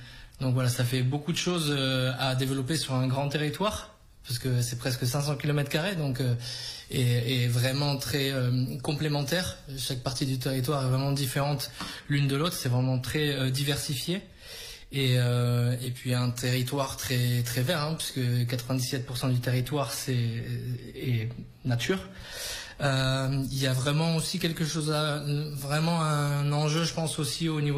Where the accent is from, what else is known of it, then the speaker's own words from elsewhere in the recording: Avignon, Provence-Alpes-Côte d'Azur, France; born there; moved away as an adult; also born or lived in Lille / Spain / Brazil / Belize; now in Bédarieux, France; Alors, je suis d'origine d'Avignon. Enfin, je suis né à Avignon.